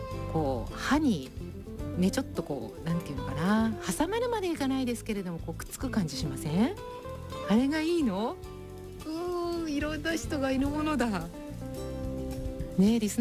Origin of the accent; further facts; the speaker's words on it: Hamamatsu, Shizuoka, Japan; 私のふるさと浜松にはね